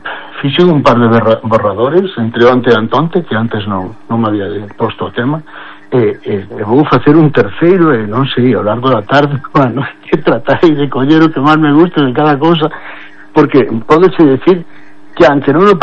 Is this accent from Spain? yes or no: yes; Ourense, Galicia, Spain; also born or lived in Monforte de Lemos / Asturias; eu realmente nací aquí, pero a miña infancia pasei na Ourense e a miña juventud e a miña carreira estudié en Asturias, non?